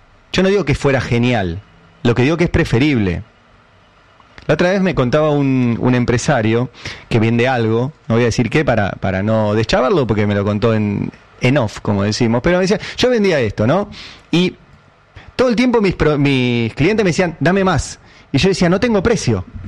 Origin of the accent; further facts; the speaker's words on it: Catalonia, Spain; now in Argentina; Para mí, ya que soy catalán y consultor político, hablemos de los super ricos y hablemos de que se puede generar riqueza en la Argentina